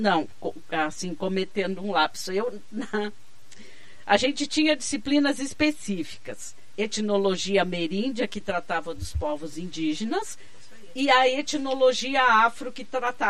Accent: Brazil; para nós, enquanto brasileiros

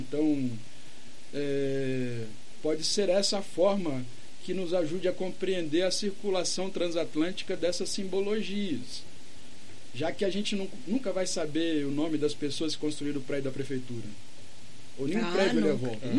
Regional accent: Belo Horizonte, Minas Gerais, Brazil; Belo Horizonte.

